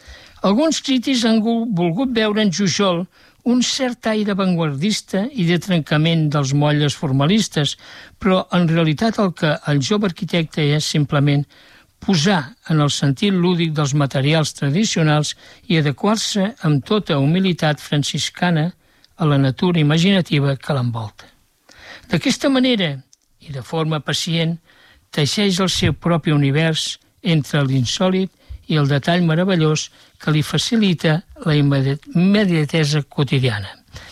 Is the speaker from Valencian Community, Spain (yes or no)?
no; Bonastre, Catalonia, Spain; a Bonastre, al meu poble